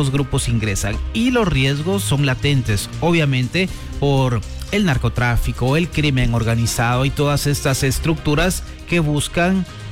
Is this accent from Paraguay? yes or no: no; Guatemala